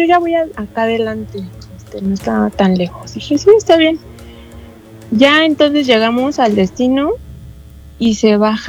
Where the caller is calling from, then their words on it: Mexico City, Mexico; De aquí, de la CDMX